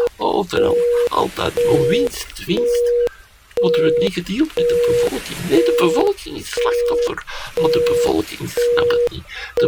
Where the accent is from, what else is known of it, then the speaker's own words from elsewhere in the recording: Belgium; Alleen, als Belg moet maar geen slechte frietjes serveren, hè.